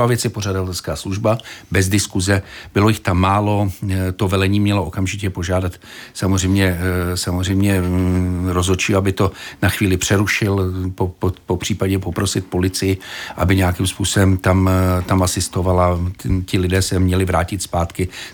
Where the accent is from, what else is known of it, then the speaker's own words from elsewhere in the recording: Prague, Czechia; já tím, že jsem z Prahy 10, tak jsem si vybíral mezi Bohemkou a Slávií samozřejmě, protože jsou dva stadiony, které a dva kluby, které tam máme.